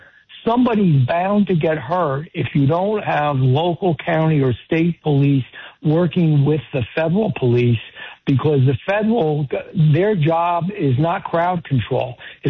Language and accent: English; New Jersey, United States; also born or lived in New York City; I was born in New York City, but I've lived 99% of my life in New Jersey, and now, of course, a big, good chunk of my life down in South Jersey.